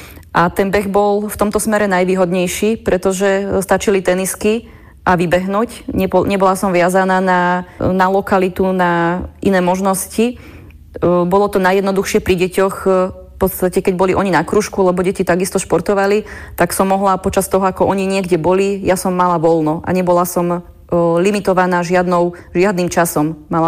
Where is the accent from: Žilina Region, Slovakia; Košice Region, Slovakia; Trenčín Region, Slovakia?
Trenčín Region, Slovakia; Trenčín; Ja som sa na Trenčín veľmi tešila, práve preto, že je to moje domovské mesto